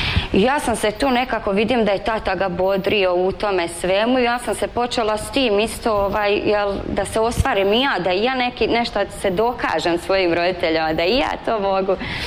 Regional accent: Slavonski Brod, Brod-Posavina County, Croatia; born there; also born or lived in Slobodnica; kod nas u Slavonskom Brodu

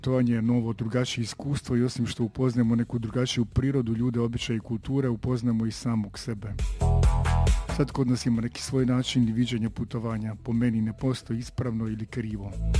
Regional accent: Netherlands; Odrastao sam u Nizozemskoj i pamtim obiteljska putovanja autom na relaciji Rotterdam-Pula.

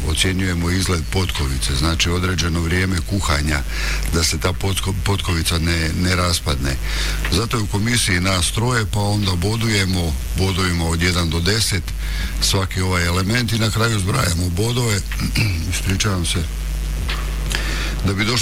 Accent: Požega-Slavonia County, Croatia

